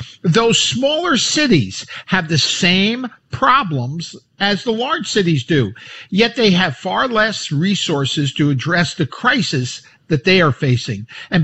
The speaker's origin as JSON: {"language": "English", "town": "New York City", "region": "New York", "country": "United States", "tie": "born or raised there", "said": "Many of you know that I'm a city boy, born and raised in New York City."}